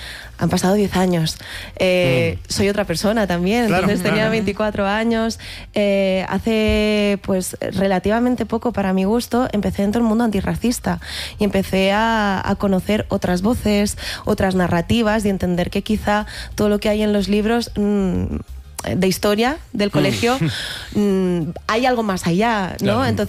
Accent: Barcelona, Catalonia, Spain; born there; moved away as an adult; now in Madrid, Spain; Incluso en las pruebas de casting se sorprenden con mi acento. Yo nací en Barcelona, o sea, soy súper catalana, aunque muchos no quieran aceptarlo, pero llevo 14 años en Madrid, entonces tengo un popurrí de acentos

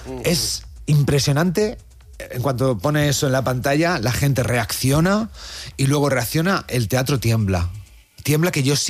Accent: Valladolid, Castile and León, Spain; yo soy de Valladolid, tengo el Museo Nacional de Escultura en mi ciudad y es algo que está conmigo

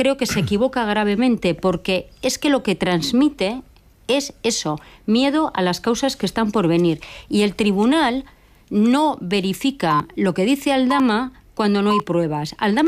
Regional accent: Basque Country, Spain; Yo soy vasca.

